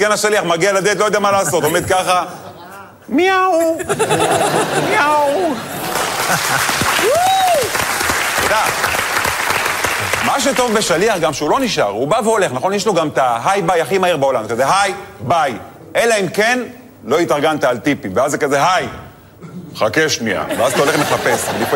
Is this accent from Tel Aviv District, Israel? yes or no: no; Netanya, Central District, Israel; born or raised there